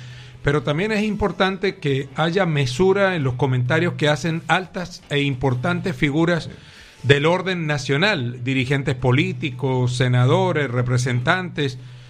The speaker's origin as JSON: {"language": "Spanish", "region": "Córdoba", "country": "Colombia", "said": "Como cordobés, me llena de orgullo que un hijo de esta tierra pueda llegar a la presidencia con la mirada puesta en las regiones. Desde Córdoba encontrarán un aliado"}